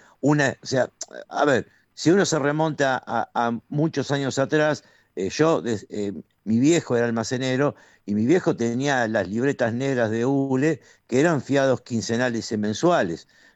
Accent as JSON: {"language": "Spanish", "town": "Morón", "region": "Buenos Aires Province", "country": "Argentina", "said": "usted sabe que soy de Morón"}